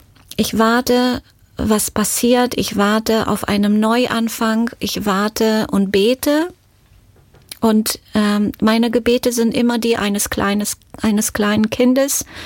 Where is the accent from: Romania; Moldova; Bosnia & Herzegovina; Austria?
Romania; moved away; Natürlich gingen mir die Geschichten aus Rumänien und aus meiner Jugendzeit sehr nach.